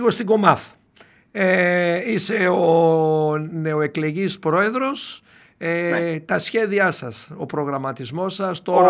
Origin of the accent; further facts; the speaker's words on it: Kilkis, Central Macedonia, Greece; όπως εκεί στο χωριό μου, στο Κυλκής